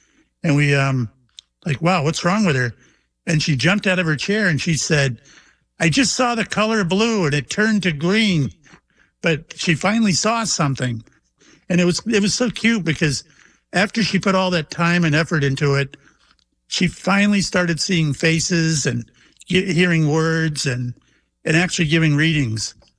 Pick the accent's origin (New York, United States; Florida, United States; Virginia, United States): Florida, United States; Mayport; born or raised there